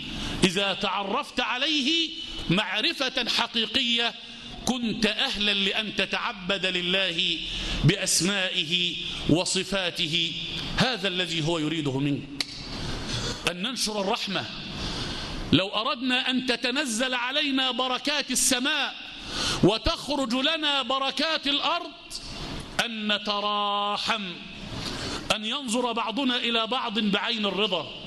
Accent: Egypt; بلدنا مصر

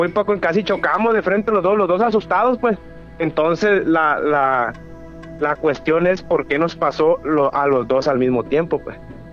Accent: Santiago Ixcuintla, Nayarit, Mexico; born or raised there

